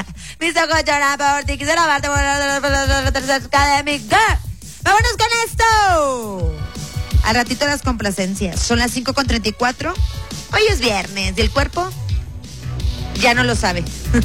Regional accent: Monterrey, Nuevo León, Mexico; Los regiomontanos. Siento que aquí somos súper reggaetoneros

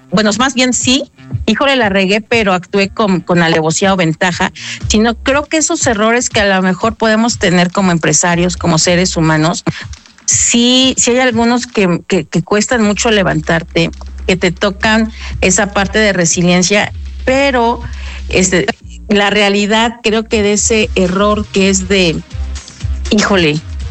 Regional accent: Mexico; sí soy muy mexicano, muy nacionalista, ¿no?

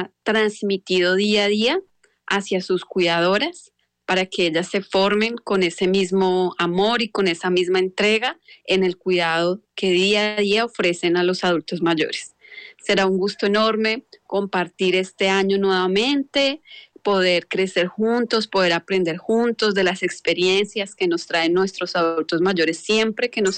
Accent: Colombia; moved away as an adult; also born or lived in Mexico; now in Brazil; soy colombiana, pero viví 4 años en México

